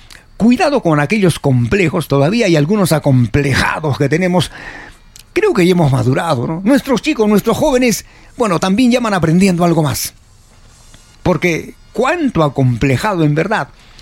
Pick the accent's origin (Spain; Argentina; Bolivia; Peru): Peru; somos peruanos.